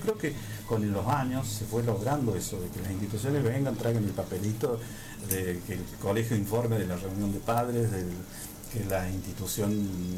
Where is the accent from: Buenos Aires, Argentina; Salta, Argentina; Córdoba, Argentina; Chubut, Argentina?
Córdoba, Argentina; Alpa Corral; Soy serrano por naturaleza, nací acá en Alpacorral justamente. Mi infancia, mi niñez fue transcurrida en la sierra, en plena sierra, allá cerca de las tapias, un poco más arriba, en el campo que tenía mi abuelo. Yo me crié con mis abuelos.